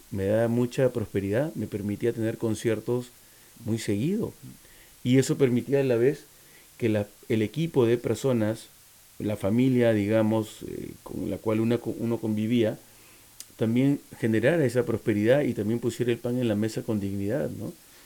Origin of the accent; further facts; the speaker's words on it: Peru; moved away; mi tierra, Perú